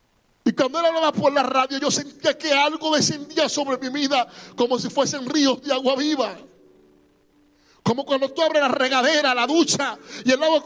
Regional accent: Dominican Republic; a mis 14 años, sentado en la mesa con mi madre, en República Dominicana cocinamos algo que le llamamos moro

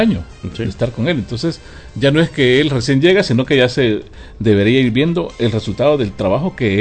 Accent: El Salvador

